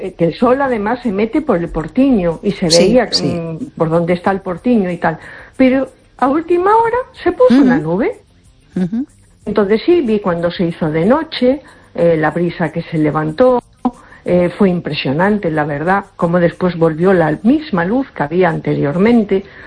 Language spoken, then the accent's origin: Spanish; A Coruña, Galicia, Spain